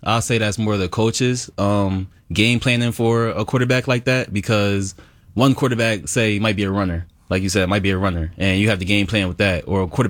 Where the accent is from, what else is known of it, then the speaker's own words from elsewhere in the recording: New Jersey, United States; I'm from South Jersey. I'm from 2.5 hours south.